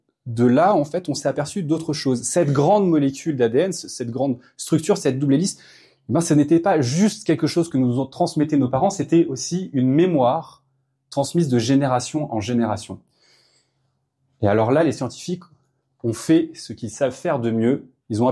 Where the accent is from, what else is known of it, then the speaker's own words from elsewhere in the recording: Pau, Nouvelle-Aquitaine, France; born there; Mon père est né en Moselle, mon grand-père est né en Moselle, d'où tout là-haut les cuissons de la Moselle. Et moi, je suis né à Pau.